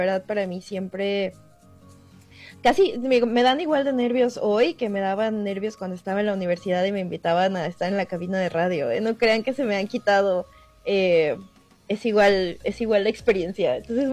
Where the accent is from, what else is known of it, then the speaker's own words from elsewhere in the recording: Guadalajara, Jalisco, Mexico; moved away as an adult; also born or lived in Houston; now in Virginia, United States; a mí a cada rato me dicen que no parezco de Guadalajara. Me dicen como, no, ¿en serio tú eres de Guadalajara? Y yo, sí, hombre